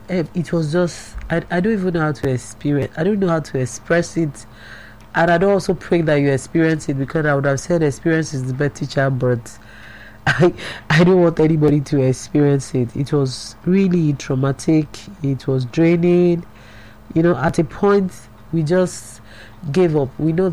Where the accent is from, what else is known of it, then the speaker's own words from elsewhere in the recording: Delta, Nigeria; I married from Edo State, but I'm from Delta.